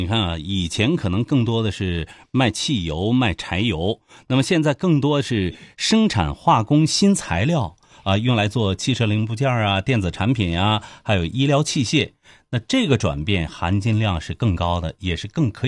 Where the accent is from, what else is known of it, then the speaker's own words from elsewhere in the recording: Jilin, China; 更是咱们吉林人对自己家乡的更加强大的这个信心。